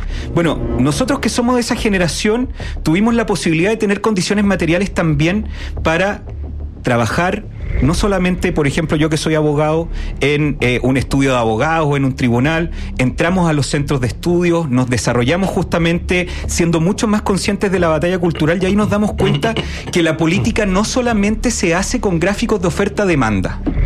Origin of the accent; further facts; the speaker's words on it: Chile; porque nosotros somos sub-40, nos formamos, nos criamos, nos educamos en el Chile de los supercampeones